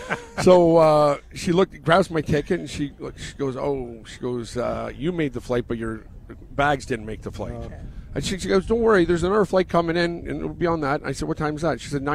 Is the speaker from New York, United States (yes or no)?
yes; Buffalo, New York, United States; I know, I'm playing in Buffalo, my hometown.